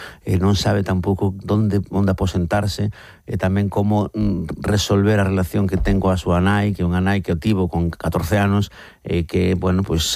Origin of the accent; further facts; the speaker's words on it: Sanxenxo, Galicia, Spain; son dun pobo, vivín anos nun pobo, pasa que o meu pobo en verán non é un pobo exactamente, San Senso, eso de pobo ten pobo.